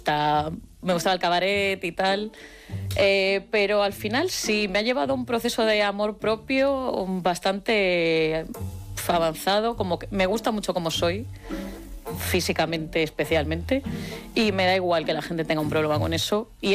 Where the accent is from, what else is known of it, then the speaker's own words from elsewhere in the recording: Vigo, Galicia, Spain; yo soy de Vigo, cuando vuelvo a Vigo, sí que noto, pues otra vez